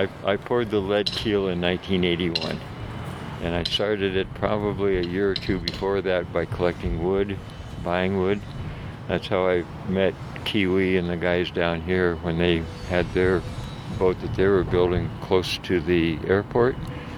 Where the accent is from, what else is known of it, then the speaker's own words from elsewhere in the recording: Bellingham, Washington, United States; also born or lived in Port Townsend / Skagit County / Guemes Island; I moved up into Skagit County, back closer to, I grew up in Bellingham, I moved back closer there.